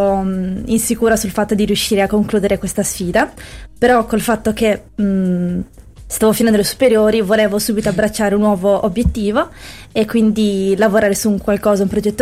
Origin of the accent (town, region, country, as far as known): Sardinia, Italy